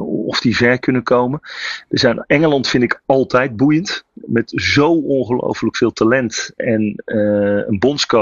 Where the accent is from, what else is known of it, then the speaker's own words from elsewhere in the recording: Netherlands; Als trotse Nederlanders zijnde.